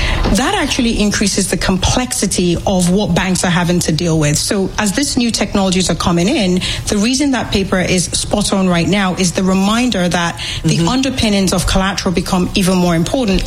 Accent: United Kingdom; now in United States; I'm British, but I live in the US.

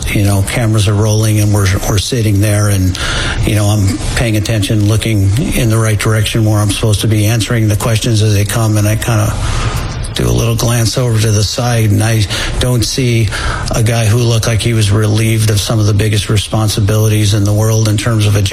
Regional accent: East Chicago, Indiana, United States; born there; Hammond, Indiana is right next to Gary, East Chicago, where I was born, East Chicago, filled with oil refineries and steel mills.

